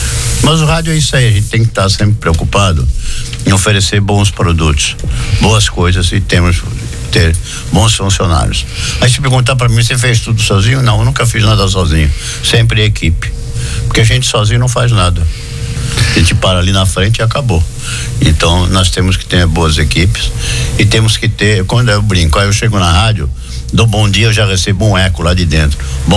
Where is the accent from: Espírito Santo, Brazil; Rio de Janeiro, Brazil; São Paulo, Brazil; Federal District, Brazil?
São Paulo, Brazil; Santos; moved away as an adult; now in Balneário Camboriú, Brazil; Eu sou de Santos e eu trabalhava em São Paulo, eu subia e descia